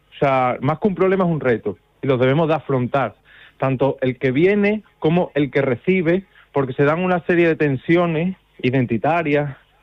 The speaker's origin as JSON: {"language": "Spanish", "country": "Spain", "said": "en el caso nuestro, como españoles"}